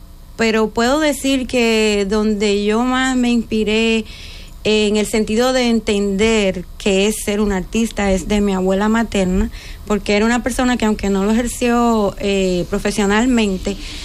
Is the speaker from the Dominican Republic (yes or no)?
yes; Dominican Republic; Dominicana